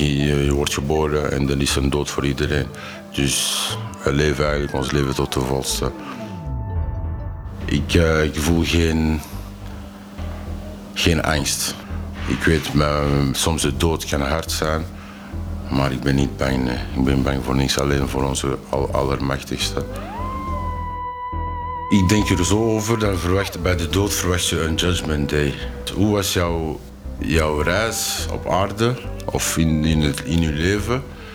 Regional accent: Belgium; shout-out naar Queen Mathilde, die altijd klaarstaat voor de ongelukken die gebeuren in mijn moederland.

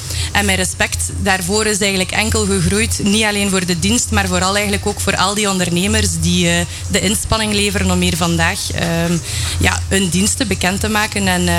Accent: Moerbeke, Flanders, Belgium; Ja, ik ben zelf afkomstig van Moerbeke. Dus ik ben een fusieproductje dat is mee mogen fusioneren richting Lokeren.

